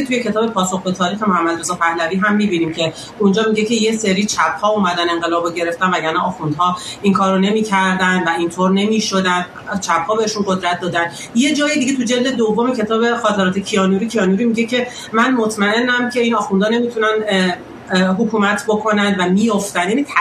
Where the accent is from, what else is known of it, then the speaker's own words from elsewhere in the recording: Iran; born there; moved away; ما تو همون ساختار ایدئولوژیک بزرگ شدیم، ما کشتی گرفتیم، جنگیدیم واسه زنده بودن تو اون کشور جنگیدیم.